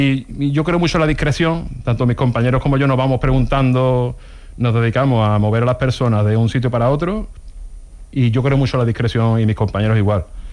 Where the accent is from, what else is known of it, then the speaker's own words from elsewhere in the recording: Seville, Andalusia, Spain; Nada, la casualidad que son de mi antiguo barrio, donde yo nací y me crié, del tiro de línea.